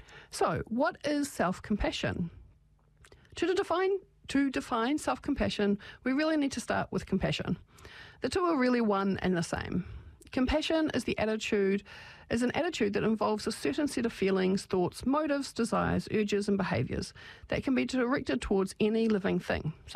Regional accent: Australia; being Australian

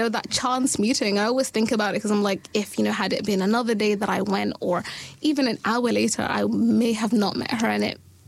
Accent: London, United Kingdom; moved away as an adult; also born or lived in Malaysia; now in New Zealand; I grew up in London, so I knew how it was and I understood the nuances and I had similar values to them.

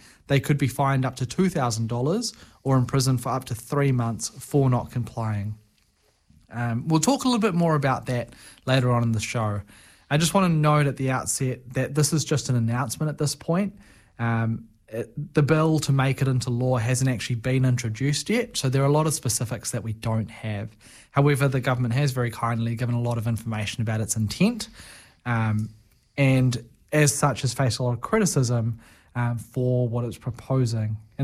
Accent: Christchurch, Canterbury, New Zealand; A little bit about me, I'm originally from Christchurch.

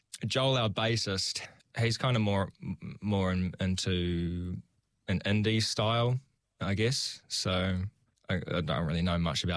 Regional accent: Invercargill, Southland, New Zealand; moved away as an adult; now in Christchurch, New Zealand; I'm actually from Invercargill, so I only met them when I moved up here to Christchurch.

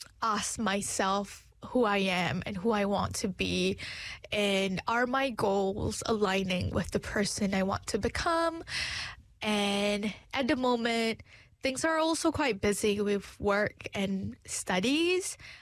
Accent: Malaysia; I'm from Malaysia. We never walk because it's hot.

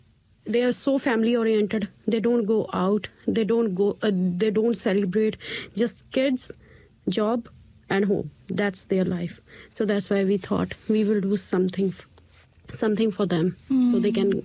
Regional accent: Hoshiarpur, Punjab, India; moved away as an adult; now in New Zealand; in Punjab, I'm from Hoshiarpur

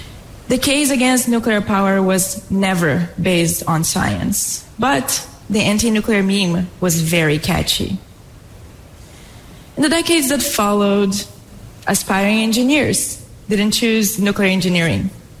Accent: Brazil; My wake-up call came after seeing the fires ravage the world in California, in Australia, and in my home country of Brazil.

